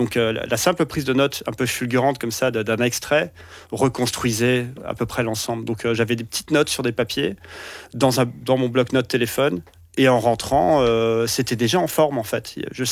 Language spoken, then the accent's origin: French; France; moved away as an adult; now in Belgium; moi je suis français à la base, je suis installé en Belgique depuis une quinzaine d'années.